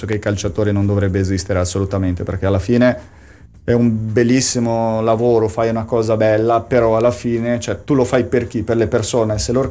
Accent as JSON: {"language": "Italian", "country": "Brazil", "said": "noi veniamo dal Brasile, di un paese che secondo me al di là di adesso, no?"}